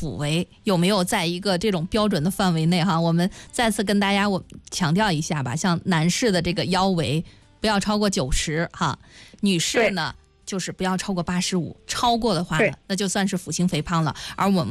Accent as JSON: {"language": "Chinese", "region": "northern China", "country": "China", "said": "像我们北方人"}